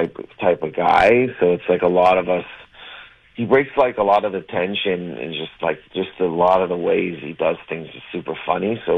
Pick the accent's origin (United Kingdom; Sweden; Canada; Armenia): Canada; Windsor, Ontario; now in Los Angeles, United States; my home is Los Angeles.